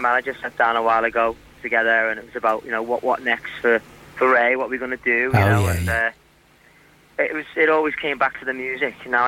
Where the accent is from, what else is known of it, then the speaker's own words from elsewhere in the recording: Liverpool, North West England, United Kingdom; now in London, United Kingdom; I'm from Liverpool.